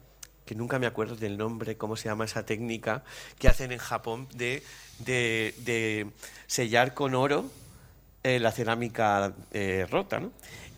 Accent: Algemesí, Valencian Community, Spain; Yo soy de Algemesí, viví la del 82, luego creo que la del 87 y ahora esta.

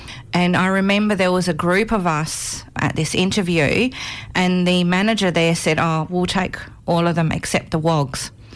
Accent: Australia; born there; I'm from an Italian background. I was born here in Australia, but both my parents are Italian background. So I grew up very strong in tradition and language at home.

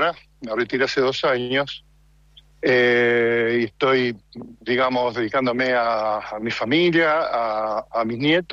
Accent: El Talar, Buenos Aires Province, Argentina; moved away as an adult; also born or lived in Italy; Yo soy de zona norte de Gran Buenos Aires, sí. Específicamente soy del Talar, que está al lado de General Pacheco.

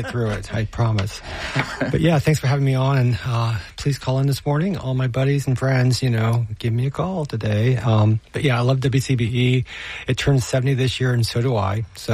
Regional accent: Newark, Ohio, United States; now in Columbus, United States; I moved to Columbus. I'm from Newark, Ohio. I moved to Columbus

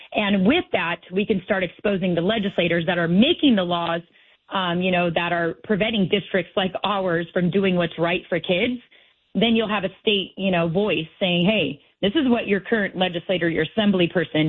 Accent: Chino, California, United States; I come from Chino, which used to be a dairy cow farm land type of area.

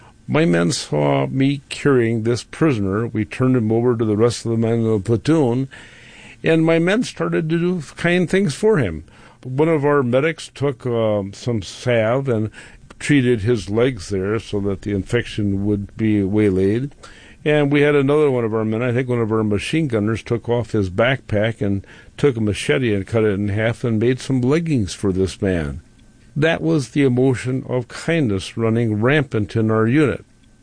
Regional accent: Wisconsin, United States; I'm trying to tell this guy that I am from Wisconsin, and I have 3 children in our family.

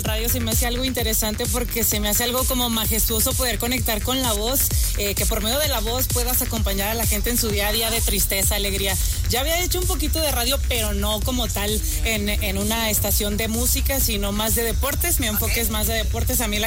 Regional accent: Aguascalientes, Mexico; sí soy aquí de Aguascalientes.

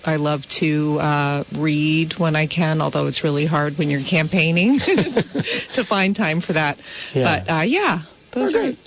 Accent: South Burlington, Vermont, United States; Yeah, I grew up actually in South Burlington. We moved to South Burlington in 1972, and I've been living in Burlington for 30 years.

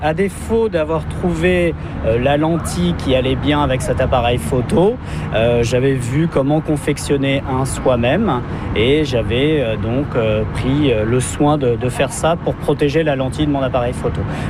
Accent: France; Moi, je suis originaire de France et on a beaucoup d'observatoires à disposition, surtout l'été et surtout dans le sud de la France

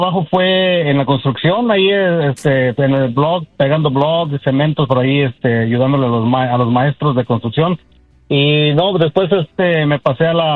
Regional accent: Agualulco, San Luis Potosí, Mexico; now in United States; Así es, yo soy de un pueblito de San Luis Potosí que se llama Agualulco, San Luis Potosí.

